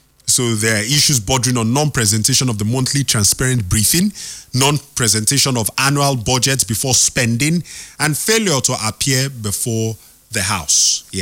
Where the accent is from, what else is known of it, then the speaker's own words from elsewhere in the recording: Nigeria; I as a Nigerian